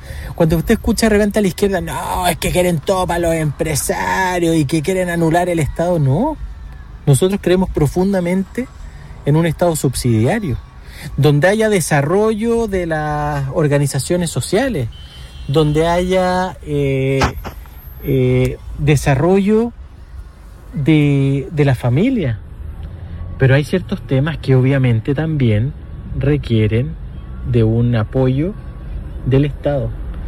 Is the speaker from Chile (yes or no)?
yes; Iquique, Tarapacá, Chile; para los que somos iquiqueños, por Dios, que ha costado ese pedazo de borde costero.